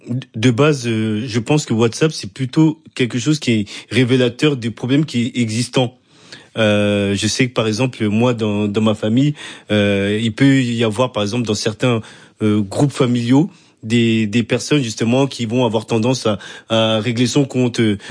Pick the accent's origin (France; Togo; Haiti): France; also born or lived in Senegal / Gambia; Alors, moi, je suis originaire du Sénégal et de la Gambie, des deux, et j'ai grandi en France.